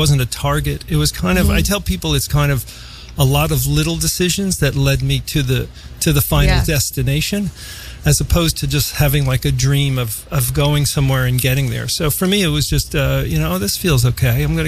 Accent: New York, United States; born there; now in New York City, United States; I was born in New York City, which I know is rare for New Yorkers.

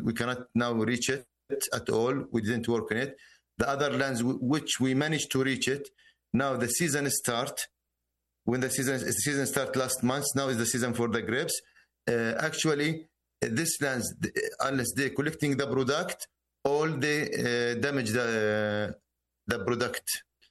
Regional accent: Halhul, West Bank, Palestine; English is a second language; I am from Halhul. Halhul is a city north to Hebron. In Halhul, we are our main business or our main work is farmers. We are planting grapes.

